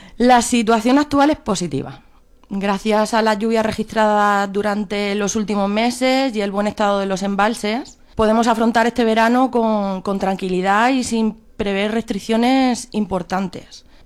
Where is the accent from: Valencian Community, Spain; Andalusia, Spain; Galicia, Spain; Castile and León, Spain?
Valencian Community, Spain; Albatera; Soy de Albatera y, como cualquier persona de la Vega Baja, he crecido escuchando hablar de agua toda la vida.